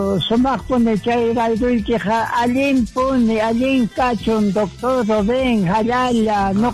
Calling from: Carabuco, La Paz, Bolivia; estoy llamando de Carabuco.

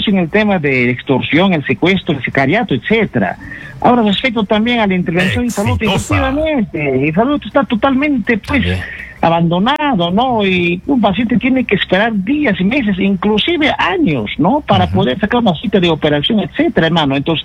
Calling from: Ayacucho, Peru; de Ayacucho, por favor, de la ciudad de las 33 iglesias.

